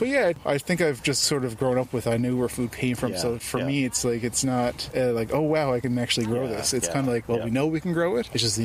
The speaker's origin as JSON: {"language": "English", "town": "St. John's", "region": "Newfoundland and Labrador", "country": "Canada", "tie": "born or raised there", "said": "I grew up in St. John's"}